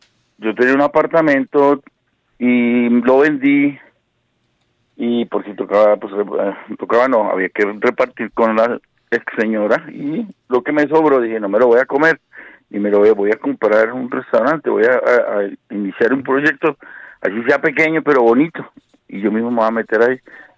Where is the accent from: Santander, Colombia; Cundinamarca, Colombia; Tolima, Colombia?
Tolima, Colombia; El Guamo; also born or lived in Ortega, Tolima; now in Bogotá, Colombia; mi papá era del Tolima, yo nací en un pueblo chiquito llamado Ortega Tolima, me crié en el Guamo, pero llevo 2.580 años, como le digo a mis amigos, aquí en Bogotá.